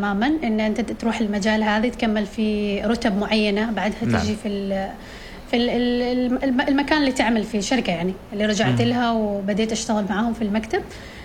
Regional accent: Oman; نحن من سلطنة عمان

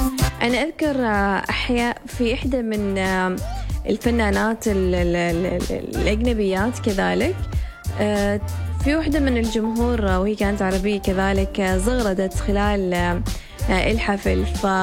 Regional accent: Oman; كنا نحن اليوم كعمانيين، وكنا أيضا ما زلنا متمسكين بهذا الأرث العماني

